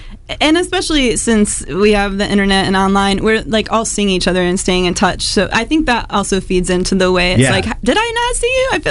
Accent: Ohio, United States; I'm from Ohio

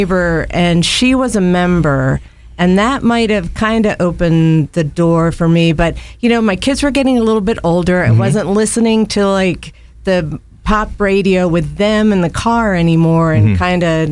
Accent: Pottstown, Pennsylvania, United States; moved away as an adult; also born or lived in Shippensburg, Pennsylvania / Carlisle, Pennsylvania / Elmira, New York / Bowie, Maryland; now in Akron, United States; I grew up in Pottstown, Pennsylvania

